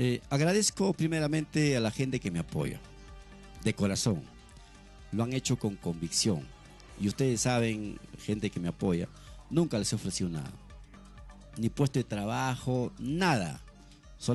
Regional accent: San Luis, Peru; born there; moved away as an adult; Es mi pueblo, es el lugar que me vio a nacer. Le tengo tanto cariño, tanto amor a mi pueblo, que me voy a quedar aquí hasta el final.

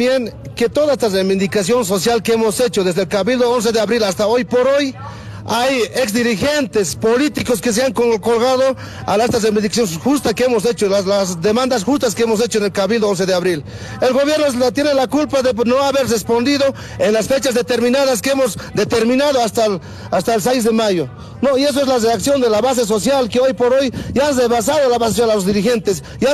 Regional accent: Bolivia; todos somos bolivianos, hermanos bolivianos

